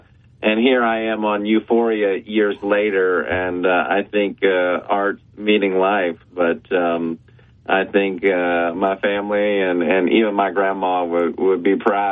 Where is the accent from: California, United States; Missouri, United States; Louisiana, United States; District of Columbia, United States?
Louisiana, United States; New Roads; So I lived in New Roads for a bit as a young man. Growing up on False River, and if you know it, it's such a beautiful little town to visit